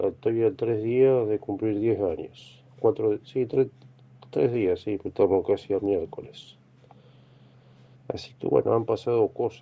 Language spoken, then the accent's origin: Spanish; Buenos Aires, Argentina; Nunca viví en otra provincia argentina, aclaro. Siempre viví en Buenos Aires, en la parte urbana, en lo que sería el área metropolitana, no en capital.